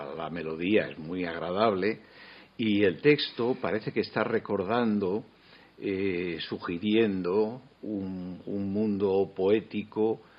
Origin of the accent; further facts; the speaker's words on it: Valladolid, Castile and León, Spain; También la medalla de oro de la provincia de Valladolid, lo cual quiere decir que soy un poco profeta en mi tierra, aunque mi tierra...